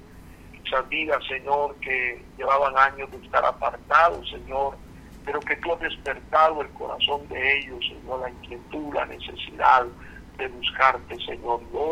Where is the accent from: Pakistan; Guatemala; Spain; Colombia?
Guatemala; nuestro país, Guatemala